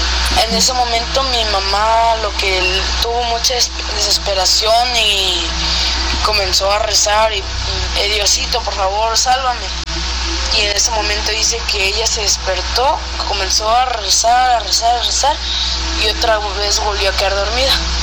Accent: Coatzacoalcos, Veracruz, Mexico; Soy de Coatzacoalcos, Veracruz.

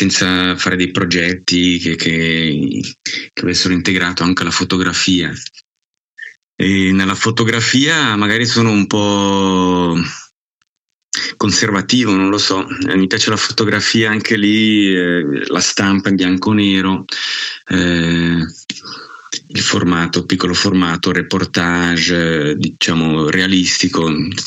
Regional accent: Arcegno, Ticino, Switzerland; also born or lived in Locarno; I miei genitori sono di origine svizzera tedesca, si sono stabiliti in Ticino e io sono nato qua a Locarno un mezzo secolo fa circa. E sono cresciuto in un piccolo paesino, Arcenio

